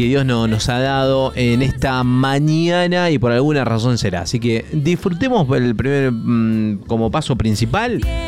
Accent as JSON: {"language": "Spanish", "region": "Mendoza", "country": "Argentina", "said": "uno como mendocino"}